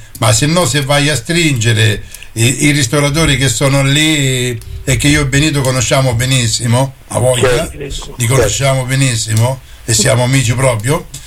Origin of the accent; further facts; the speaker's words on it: Fermo, Marche, Italy; io so che sono di Fermo